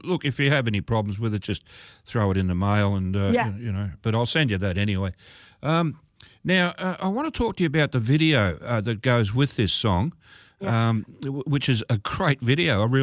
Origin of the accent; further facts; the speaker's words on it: Melbourne, Victoria, Australia; And I'm a Melbourne boy, you know. I grew up, born and raised in Melbourne, so I'm a city boy.